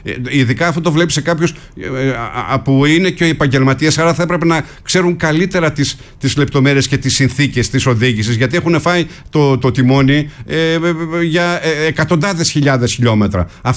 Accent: Livadi, Thessaly, Greece; Στο χωριό μου τουλάχιστον, που έχουμε πανηγύρι μεγάλο στο 15 Αύγουστο, και το χωριό μου είναι ορεινό.

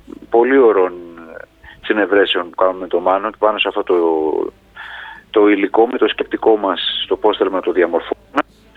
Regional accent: Apeiranthos, South Aegean, Greece; Σωστά, είμαι από την Απείρανθο, καταβολές της μητέρας μου από την Απείρανθο της Νάξου, αυτό το φοβερό χωριό, το Ορεινό.

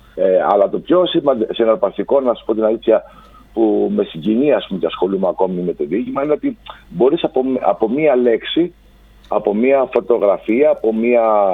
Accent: Central Greece, Greece; born there; Είμαι από το Φτιόλτα, έχω γεννηθεί, οπότε είμαστε συντοπίτες, όπως λέγαμε.

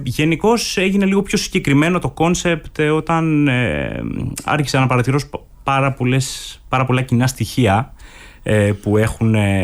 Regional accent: Crete, Greece; Και επειδή γενικώς μεγάλωσα στην Κρήτη, έχω ιδιαίτερη αγάπη προφανώς για το τόπο

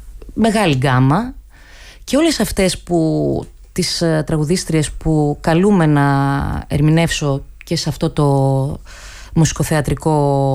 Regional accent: Naousa, Central Macedonia, Greece; moved away as an adult; now in Patras, Greece; Είμαι από Μακεδονία, είμαι από την Νάουσα.

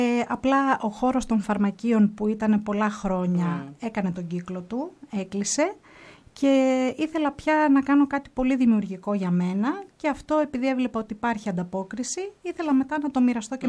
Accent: Kythira, Attica, Greece; Εγώ έρχομαι από τα Κύθυρα, βέβαια η αγάπη μου για το κουκλοθέατρο δεν γνωρίζει αποστάσεις.

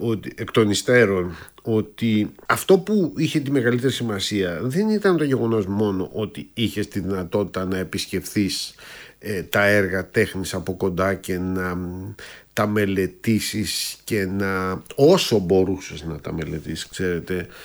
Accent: Peloponnese, Greece; born there; first language Greek; moved away as an adult; also born or lived in Athens, Greece / France; Ποιος είμαι εγώ που είμαι Έλληνας, που γεννήθηκα στην Πελοπόννησο, που σπούδασα στην Αθήνα, που μιλάω την ελληνική γλώσσα, η οποία ήταν και η μόνη γλώσσα που ήξερα και μίλαγα, και τότε μάθαινα και γαλλικά.

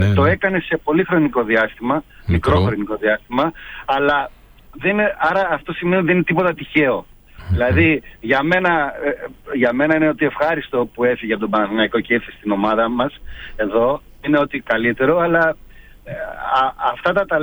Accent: Greece; Έχουμε σαν Έλληνες αυτό το φιλότιμο

